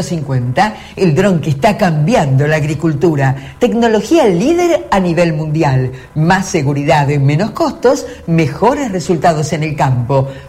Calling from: Espeleta, Buenos Aires Province, Argentina; de Espeleta.

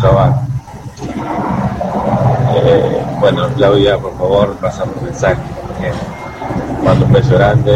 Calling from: Bolívar, Buenos Aires Province, Argentina; de la ciudad de Bolívar.

